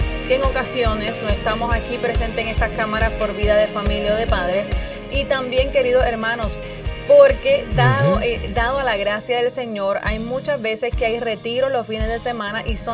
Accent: Puerto Rico; now in Minnesota, United States; Nosotros somos orgullosamente de Puerto Rico y vivimos en Minnesota.

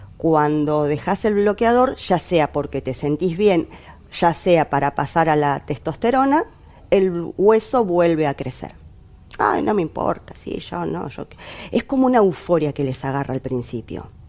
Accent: Buenos Aires Province, Argentina; como yo soy de Zona Sur.

